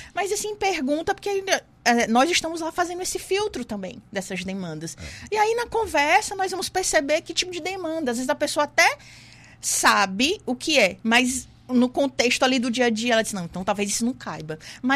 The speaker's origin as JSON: {"language": "Portuguese", "region": "Piauí", "country": "Brazil", "moved": "as an adult", "lives_now": "Maceió, Brazil", "said": "Eu sou do Piauí, né, então vim para cá, para Alagoas, em Maceió, me acolheu muito bem."}